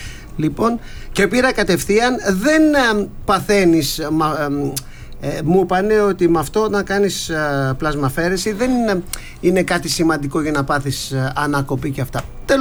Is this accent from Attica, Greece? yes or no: yes; Agioi Anargyroi, Attica, Greece; born there; Ένας έμενε στη Νίκαια, για Βαρβάρα Νίκαια εκεί κοντά, ο άλλος Άγιο Παντελεήμονα και εγώ Άγιος Αναργύρους